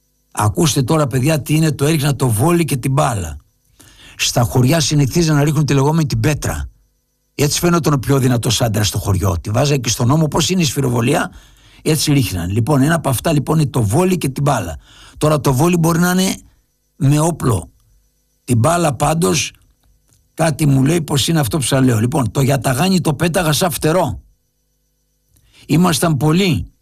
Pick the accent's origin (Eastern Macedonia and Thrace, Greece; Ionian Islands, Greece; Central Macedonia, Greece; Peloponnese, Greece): Peloponnese, Greece; born there; και εγώ γεννήθηκα στο Μαντρί, στις Φούρλας, στο Γραβομούνι, γράφω στο Γραμμοβούνι, έτσι είναι παιδιά.